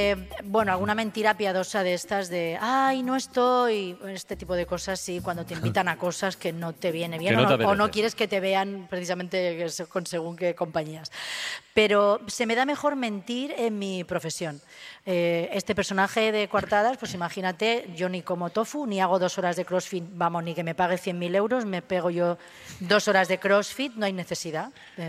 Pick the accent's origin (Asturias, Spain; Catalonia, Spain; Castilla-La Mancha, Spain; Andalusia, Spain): Catalonia, Spain; Porque venimos dels pastissos catalans, que jo li digo, ¿no?